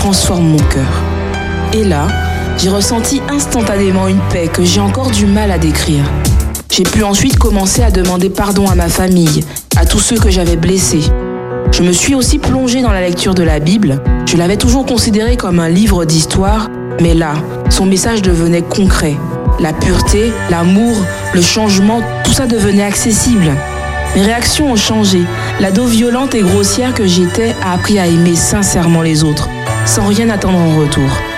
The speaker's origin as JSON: {"language": "French", "region": "Antilles", "country": "France", "tie": "born there", "said": "Je suis née aux Antilles, mais ma vie était loin d'être ensoleillée."}